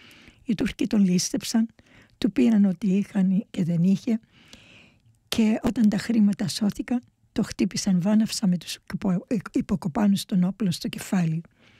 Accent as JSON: {"language": "Greek", "town": "Limassol", "region": "Limassol District", "country": "Cyprus", "said": "είμαστε από τη Λεμεσό και ερχόμαστε από τον Απόστολο Ανδρέα."}